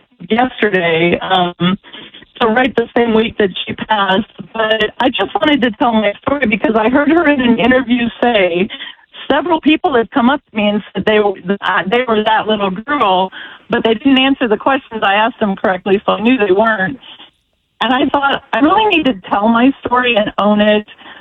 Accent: Michigan, United States; So I'm originally from Michigan, and my dad took my sister Terry and I to a big country concert

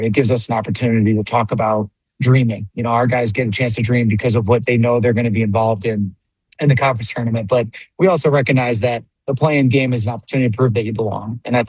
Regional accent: Camillus, New York, United States; moved away as an adult; now in North Florida, United States; No, Syracuse was the address. Technically, I was from Camillus. The town of Camillus is where I grew up. But Syracuse was the home address.

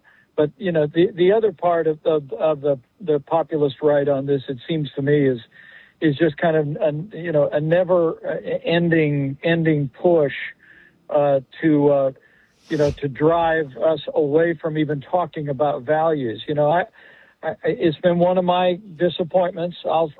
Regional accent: Indiana, United States; including my home state of Indiana

